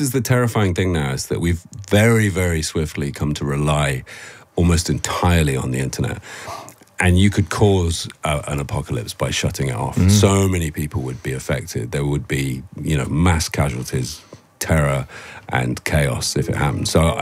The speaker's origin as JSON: {"language": "English", "country": "United Kingdom", "said": "which is easy as a Brit, isn't it?"}